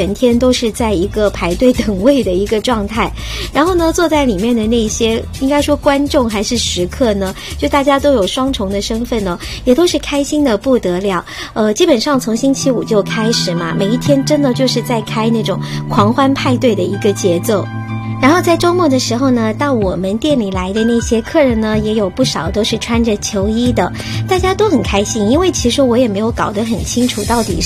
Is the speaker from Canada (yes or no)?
yes; Canada; 那看起来我们加拿大人还真的就是挺乐观的